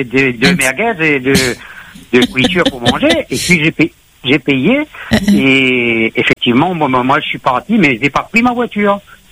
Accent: Réunion; now in France; Je suis natif de Dodane, je suis nativelle de Dodane.

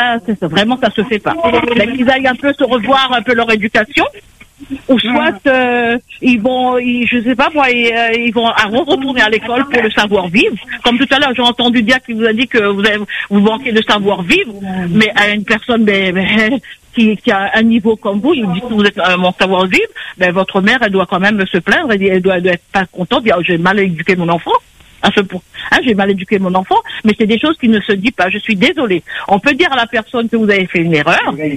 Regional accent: Cergy, Île-de-France, France; Je suis du Cergy, de Cergy.

